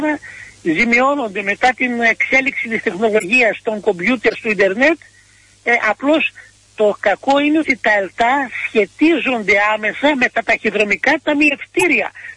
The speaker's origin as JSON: {"language": "Greek", "country": "Greece", "said": "στην Πεντάπολη, στο χωριό μου"}